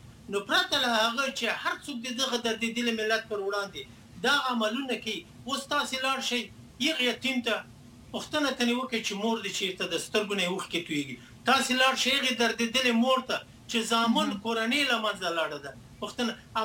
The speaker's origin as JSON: {"language": "Pashto", "country": "Afghanistan", "said": "یعنی که زه یم افغان یم، بیا مسلمان یم، بیا انسان یم، بیا پښتون یم، زه د خپل ملت ملاتړ کوم او د خپل وطن ملاتړ کوم."}